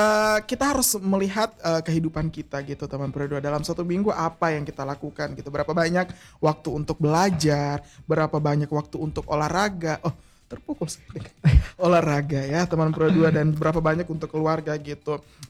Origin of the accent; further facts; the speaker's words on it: Palu, Central Sulawesi, Indonesia; Gak, tapi saya aslinya orang sini Kak, saya orang Palu.